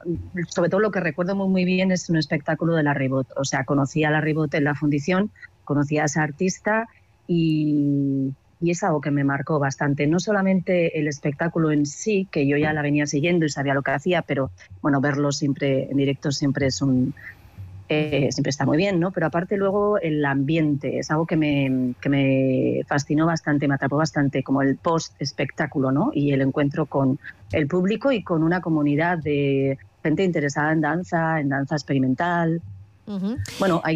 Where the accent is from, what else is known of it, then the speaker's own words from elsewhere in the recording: Navarre, Spain; yo soy navarra y iba a Bilbao desde muy jovencita, sobre todo para música